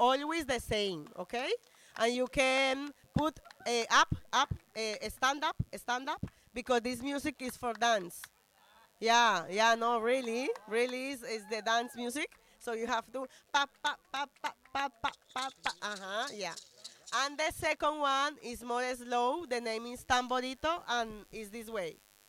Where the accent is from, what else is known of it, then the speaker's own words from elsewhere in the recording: Nuquí, Chocó, Colombia; Ok, we are from Nuki Chocó.